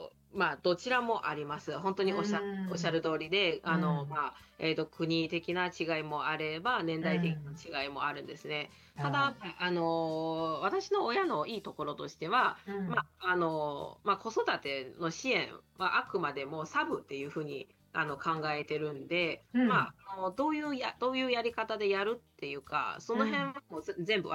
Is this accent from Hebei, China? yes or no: yes; Zhangjiakou, Hebei, China; Japanese is a second language; moved away as an adult; now in Japan; 私の出身は中国の北の方ですので、